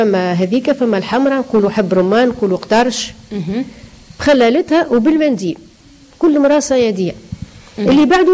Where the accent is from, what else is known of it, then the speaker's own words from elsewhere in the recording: Sayada, Monastir Governorate, Tunisia; هذه الحومة اللي تربينا فيها وكبرنا فيها